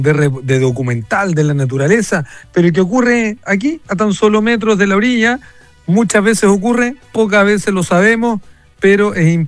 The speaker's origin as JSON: {"language": "Spanish", "region": "Valparaíso", "country": "Chile", "said": "quienes somos de Valparaíso y nos atendemos en la salud pública. Porque yo también me atiendo en mi CESFAM acá en el Cerro."}